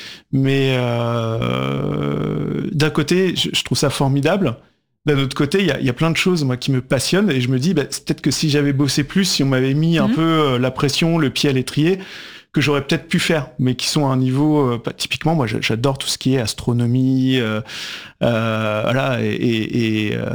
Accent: Paris, Île-de-France, France; Ouais, c'était à Paris. Alors moi, je suis parisien. Hein, je suis parisien. C'était plutôt voilà, dans les beaux quartiers.

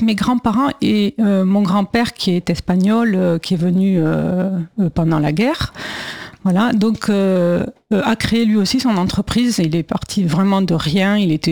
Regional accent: Occitanie, France; Donc, à l'âge de 5 ans, je suis allée... mes parents sont allés vivre dans le Gers. C'est pour ça que j'ai un accent.

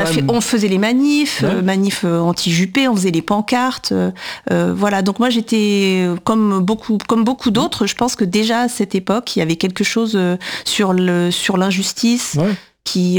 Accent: Clermont-Ferrand, Auvergne-Rhône-Alpes, France; moved away; Moi, je suis de Clermont-Ferrand.

